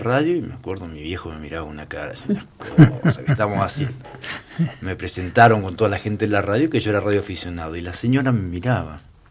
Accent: Pico Truncado, Santa Cruz, Argentina; Yo soy de Pico Truncado.

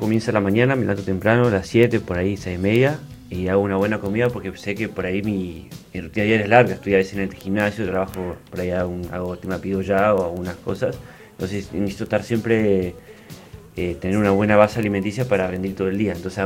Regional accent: Río Gallegos, Santa Cruz, Argentina; born there; Sí, nací acá.

